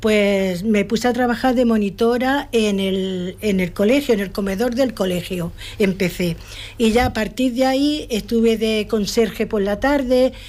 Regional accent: a town in Barcelona province, Catalonia, Spain; moved away as an adult; also born or lived in Garrucha, Almería; now in Los Gallardos, Spain; Nací en Garrucha, sí. Y muy pequeña nos fuimos a vivir a un pueblo de Barcelona. Y allí me crié. Luego ya nos vinimos.

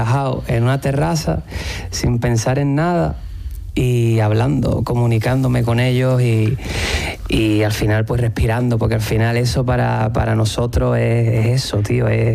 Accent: Cádiz, Andalusia, Spain; O sea, como que dentro de que somos de Cádiz, como que cada uno tiene como su flow, ¿me comprende?

